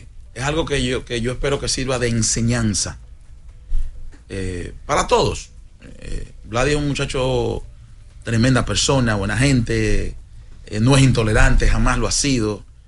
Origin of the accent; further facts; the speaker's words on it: Santo Domingo, Distrito Nacional, Dominican Republic; mi hermano Sandy, nos criamos en Capotillo los dos